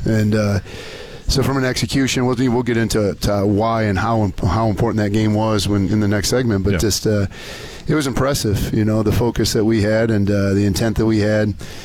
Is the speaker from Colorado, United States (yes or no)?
no; Genesee County, Michigan, United States; So I grew up on Bristol Road.